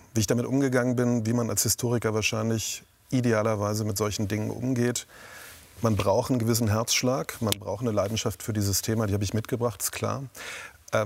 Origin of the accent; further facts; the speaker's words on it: East Germany, Germany; Ich bin selber in der DDR groß geworden. Ich war 15, als die Mauer fiel.